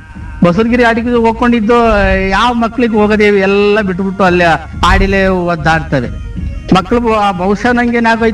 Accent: Karnataka, India; ನಾವು ಹುಟ್ಟಿ ಬೆಳೆದಿದ್ದು ನನಗೆ ಈಗ 40 ವರ್ಷ ಆಗಿದೆ ಸರ್ ನನ್ನ ವಯಸ್ಸು. 40 ವರ್ಷದಿಂದ ನಾನು ಅಲ್ಲಿದ್ದೀನಿ

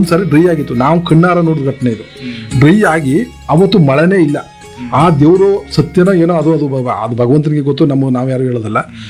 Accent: Hosakote, Karnataka, India; moved away as an adult; now in Alanahalli, India; ನಾವು ಮೂಲತಃ ಹೊಸಕೋಟೆಯವರು. ನಾವು ಇಲ್ಲಿ ಬಂದು ಜಮೀನು ಪರ್ಚೇಸ್ ಮಾಡಿ ಸ್ವಲ್ಪ ಹೆಚ್ಚಿಗೆ ಮುಂದೆ 25 ವರ್ಷ ಆಯಿತು ಇಲ್ಲಿ ಬಂದಿದ್ದೀವಿ.

